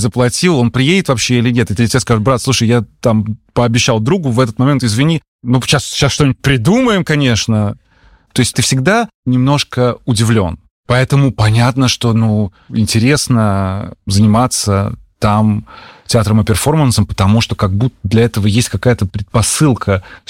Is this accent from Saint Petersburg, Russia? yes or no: yes; Saint Petersburg, Russia; moved away as an adult; now in Yerevan, Armenia; я же из Петербурга